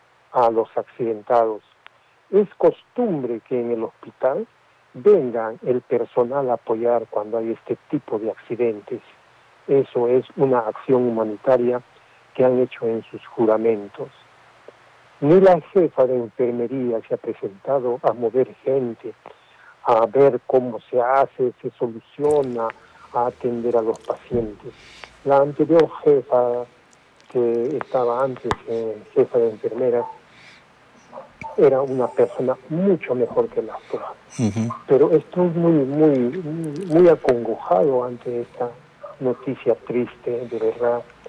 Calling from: Camaná, Arequipa, Peru; Les llamo de Camaná.

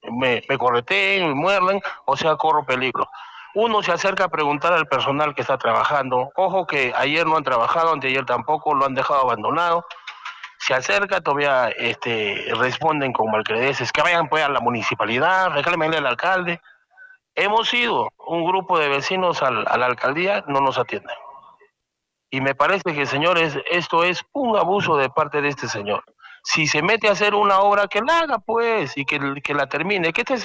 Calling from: Arequipa, Peru; yo vivo en Bellapampa

